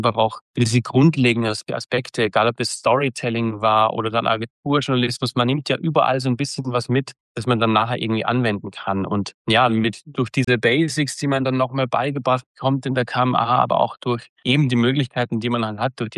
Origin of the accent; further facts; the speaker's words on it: Austria; wenn man als Österreicher vielleicht in den hohen Norden zieht